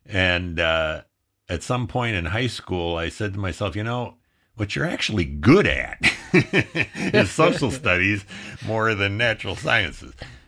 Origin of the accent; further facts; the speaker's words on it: Madison, Wisconsin, United States; Well, in Madison, we had that Arboretum